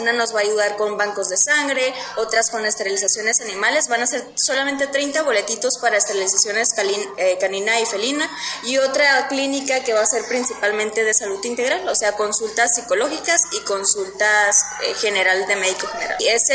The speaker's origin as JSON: {"language": "Spanish", "country": "Mexico", "said": "como mexicanos nos aburrimos de lo mismo, ¿no?"}